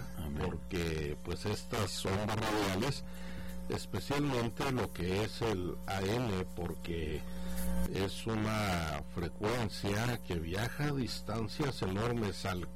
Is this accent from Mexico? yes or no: yes; Guadalajara, Jalisco, Mexico; soy de Guadalajara.